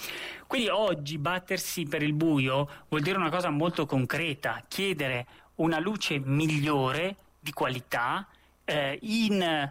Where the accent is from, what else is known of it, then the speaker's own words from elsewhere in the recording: Lombardy, Italy; moved away as an adult; now in Milan, Italy; forse perché ci sono nato e cresciuto appunto in Valtellina